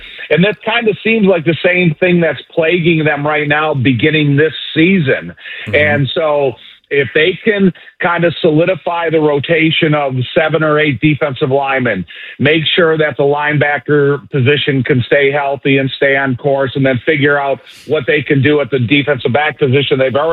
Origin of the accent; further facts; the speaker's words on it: Joliet, Illinois, United States; And I'm a guy, I grew up in Joliet, Illinois. I've been a Bears fan my whole life.